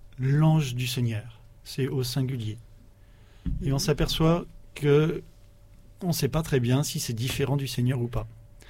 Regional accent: France; moved away as an adult; now in Réunion, France; Je suis originaire d'une partie de la France qui est juste à côté de la Suisse. Donc j'étais frontalier. La haie du lycée était la frontière, mais derrière c'était les champs de maïs.

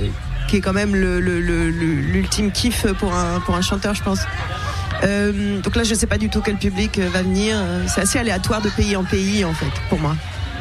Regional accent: France; born there; moved away as an adult; also born or lived in London; now in Paris, France; je suis née en France, mais en fait à 20 ans, qui a besoin de tournage, je suis partie parce qu'à l'époque il n'y avait pas le Brexit en Angleterre, et j'ai pris mes valises et des instruments, et on est parti à deux avec … voiture à Londres, et on y a vécu 13 ans.

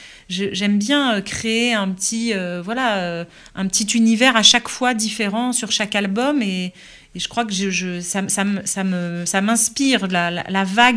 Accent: Paris, Île-de-France, France; moved away as an adult; also born or lived in Quebec; moi, je suis née à Paris. J'ai grandi à Paris. Toute ma famille vient de Paris. C'est une ville que j'ai dans mon cœur et voilà, qui fait partie de moi. Et après, le Québec qui est rentré dans ma vie quand j'avais 25 ans

